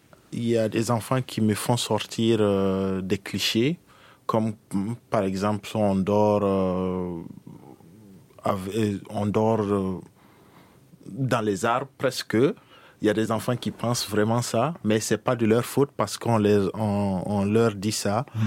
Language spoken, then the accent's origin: French; Burkina Faso; moved away; en tant que Burkinabé